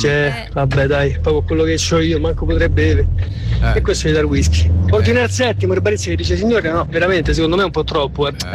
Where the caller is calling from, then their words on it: Pomezia, Lazio, Italy; da Pomezia.